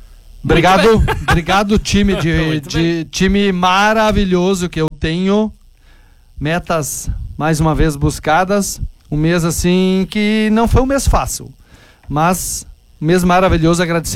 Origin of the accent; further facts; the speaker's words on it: Palmitos, Santa Catarina, Brazil; born there; now in Salvador do Sul, Brazil; Eu que sou Bariga Verde, sou Catarina, nascido em Palmito, Santa Catarina, mas sou gaúcho de coração, 37 anos já em Salvador do Sul.